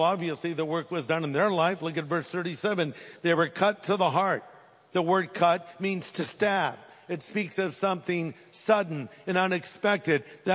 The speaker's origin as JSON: {"language": "English", "region": "California", "country": "United States", "said": "I'm not. I'm from California."}